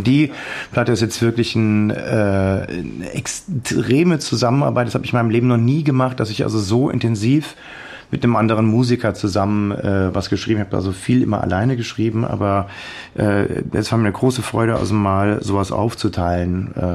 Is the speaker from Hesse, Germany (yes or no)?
yes; Hesse, Germany; Ich bin Hesse, gell?